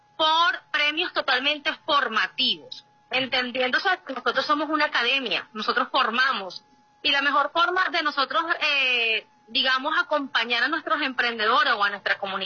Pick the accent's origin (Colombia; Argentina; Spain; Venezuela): Venezuela; Vine con unas expectativas un poco caídas, como muchos venezolanos y venezolanas